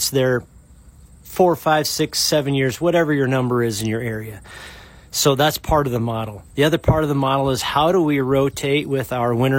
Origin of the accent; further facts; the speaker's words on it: Iowa, United States; where I grew up in Northwest Iowa, there are eroded clay knobs and or sandy patches on some of these farms